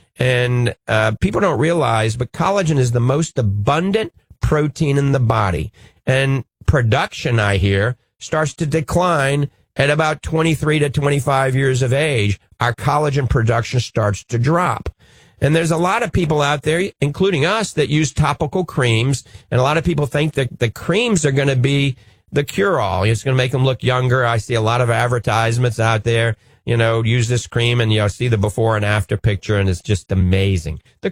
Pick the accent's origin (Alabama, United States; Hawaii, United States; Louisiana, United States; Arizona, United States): Louisiana, United States; New Orleans; And I'm right behind you, and I'm from New Orleans as well.